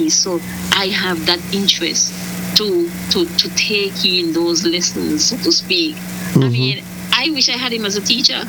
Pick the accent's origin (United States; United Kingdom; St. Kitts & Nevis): St. Kitts & Nevis; Nevis; I'm from the Federation of Saint Kitts and Nevis. I'm a Nevision by birth.